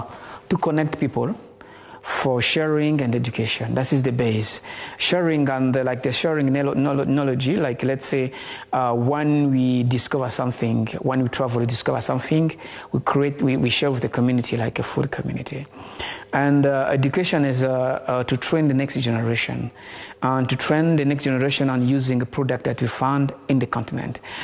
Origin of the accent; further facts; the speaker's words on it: Germany; born or raised there; moved away